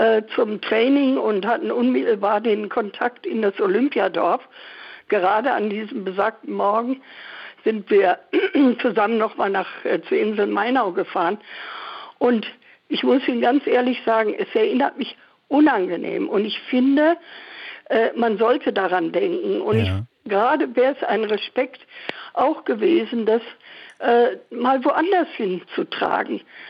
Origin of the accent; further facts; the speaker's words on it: Bochum, North Rhine-Westphalia, Germany; born there; now in Munich, Germany; Ich komme aus dem Ruhrgebiet gebürtig. Oh. Aus Bochum und lebe jetzt seit 60 Jahren hier in München.